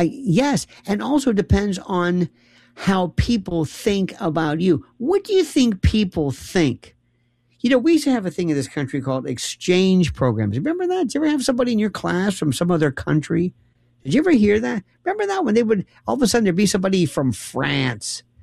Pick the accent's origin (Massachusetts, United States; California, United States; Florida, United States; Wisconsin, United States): Florida, United States; Tampa; And I lived growing up in Tampa, or Tampa, as you would say, which is the home of MacDill Air Force Base.